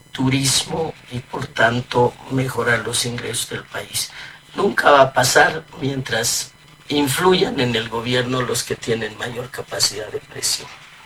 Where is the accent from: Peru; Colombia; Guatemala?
Colombia; Bueno, sí, no me gusta mucho la cumbia, soy la colombiana.